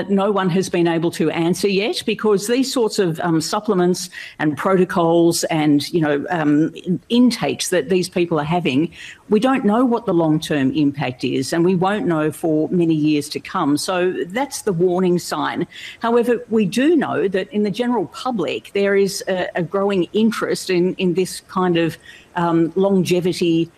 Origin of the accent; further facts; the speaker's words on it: Australia; I come from Australia.